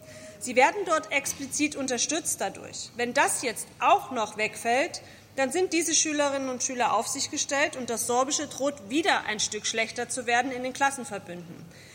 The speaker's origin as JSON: {"language": "German", "region": "Saxony", "country": "Germany", "said": "Ich komme aus der Oberlausitz"}